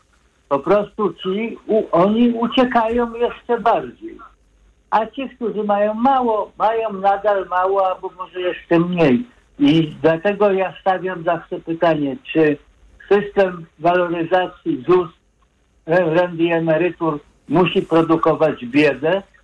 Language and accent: Polish; Katowice, Silesian Voivodeship, Poland; Ponieważ jestem z Katowic, plus środowisko takich dorabiań w ochronie, które ja poznałem, to przede wszystkim górnicy.